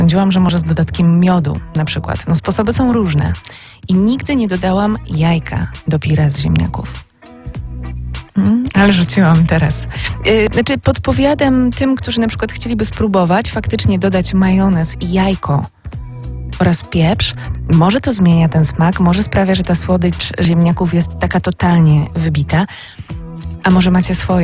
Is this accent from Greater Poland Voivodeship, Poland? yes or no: yes; Greater Poland Voivodeship, Poland; born or raised there